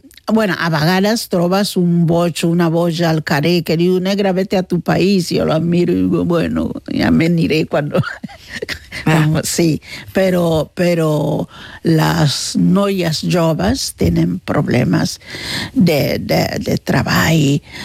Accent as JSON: {"language": "Catalan", "region": "Catalonia", "country": "Spain", "tie": "born there", "said": "Jo d'aquí vaig nascut a l'Hospital de Sant Pau."}